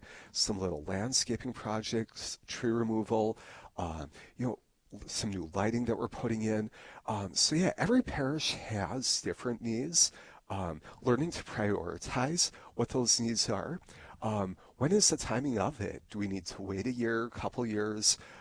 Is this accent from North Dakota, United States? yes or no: yes; Harvey, North Dakota, United States; you know, I grew up in Harvey, North Dakota. My mother and stepfather live north of Animus.